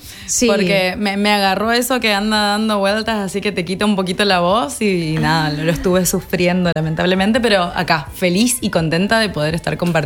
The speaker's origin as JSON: {"language": "Spanish", "town": "Goya", "region": "Corrientes", "country": "Argentina", "tie": "born or raised there", "moved": "as an adult", "lives_now": "Corrientes, Argentina", "said": "la misma cantidad que viví en Goya."}